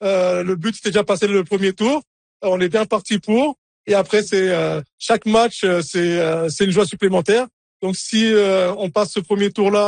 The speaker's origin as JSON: {"language": "French", "country": "Côte d’Ivoire", "moved": "yes", "lives_now": "Toronto, Canada", "said": "je suis ivoirien aussi."}